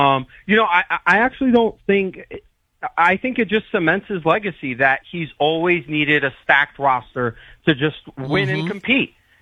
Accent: New York, United States; now in California, United States; We're both from New York, you know, and you live in California. I live here, too.

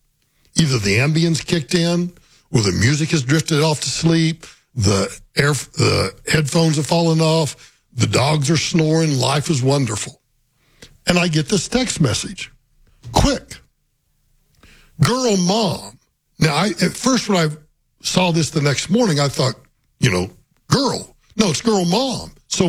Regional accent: Oklahoma, United States; I'm a lawyer from Oklahoma, and I'm here doing some business

